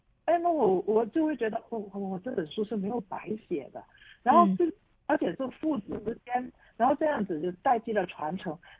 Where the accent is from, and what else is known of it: Lingnan, China